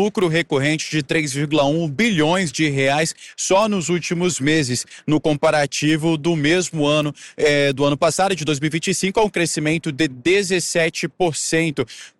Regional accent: Roraima, Brazil; Sou lá de Roraima, terra das cachoeiras e do sol escaldante.

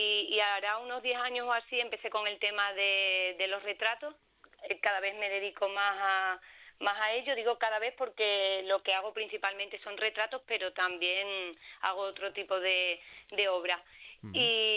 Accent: Almendralejo, Extremadura, Spain; la primera vez que la inauguré fue aquí en mi pueblo, en Almendralejo, un 8 de marzo

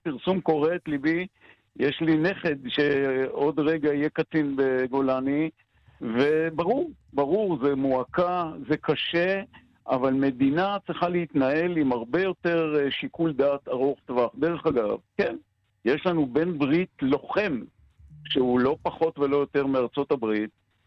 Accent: Ein Gev, Northern District, Israel; now in Golan Heights; אני גדלתי בקיבוץ אינגר. כל ילדותי, רמת הגולן רבצה כפשוטו מעל קיבוץ אינגר

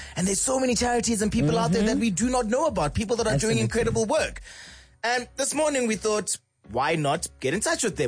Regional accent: South Africa; And speaking of the spirit and just being proudly South African, Nelson Mandela.

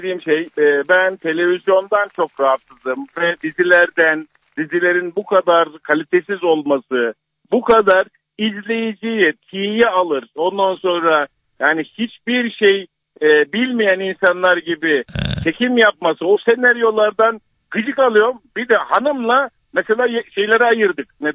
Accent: Adana, Turkey; Ben Adanalıyım. Adana'nın yerlisiyim.

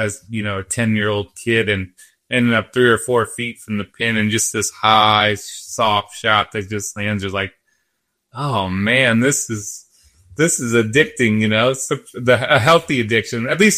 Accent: St. Louis, Missouri, United States; moved away as an adult; I grew up in St. Louis and spent the first 42 years of my life.

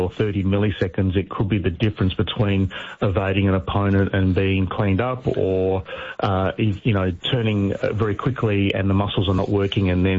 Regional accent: Perth, Western Australia, Australia; Well, I'm from Perth

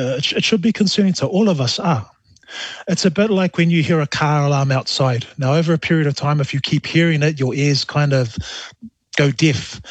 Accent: New Zealand; I come from up north, mum's side. We're from Ngāpuhi. And on dad's side, we come from Lotupoe and Alepata and also Vaisa Fata. So, yeah, but born and bred here in New Zealand.

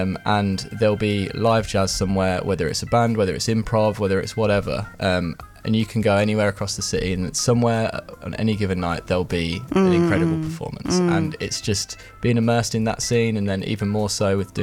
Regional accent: Northampton, East Midlands, United Kingdom

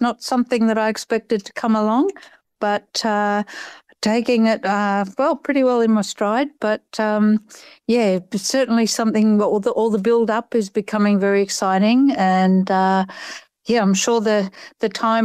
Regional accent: Papua New Guinea; I grew up in New Guinea. I was born and brought up in New Guinea.

